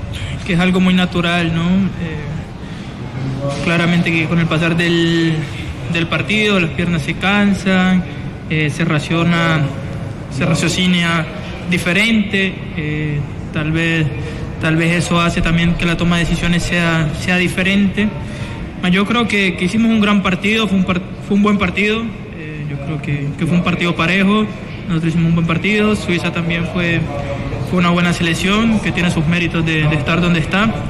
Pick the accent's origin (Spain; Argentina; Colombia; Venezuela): Colombia